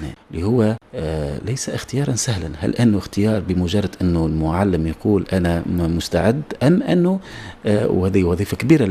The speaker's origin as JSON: {"language": "Arabic", "country": "Tunisia", "said": "احنا كعائلة تونسية"}